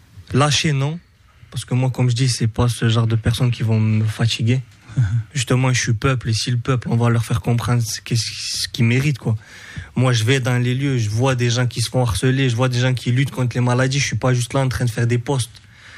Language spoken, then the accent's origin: French; Montauban, Occitanie, France; Non, moi je suis du 82.